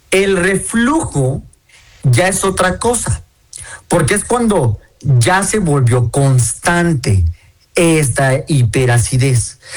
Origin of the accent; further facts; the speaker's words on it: Mexico; Somos mexicanos